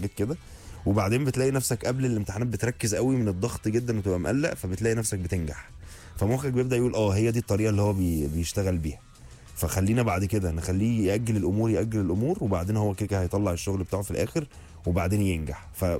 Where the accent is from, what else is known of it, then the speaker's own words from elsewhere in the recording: Egypt; تريزيجيه جاب الجول فرحت يعني، اللي هو كمصري يعني